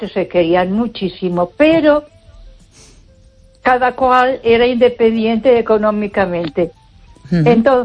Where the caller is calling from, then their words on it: Ponferrada, Castile and León, Spain; de Ponferrada.